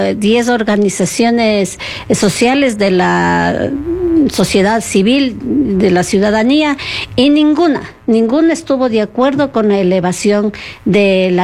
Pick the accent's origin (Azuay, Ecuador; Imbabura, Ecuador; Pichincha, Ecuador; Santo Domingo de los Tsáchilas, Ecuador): Pichincha, Ecuador; Quito; somos los usuarios, somos los quiteños y quiteñas.